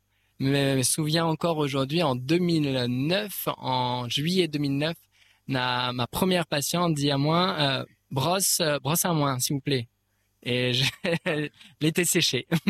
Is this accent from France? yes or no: yes; Lille, Hauts-de-France, France; moved away as an adult; also born or lived in Toulouse; now in Réunion, France; Avant ça, moi, on était à Toulouse. Avant ça, moi, on était à Lille. Moi, on est né à, moi, on est natif de Lille, pas de la Réunion, mais Lille du nord de la France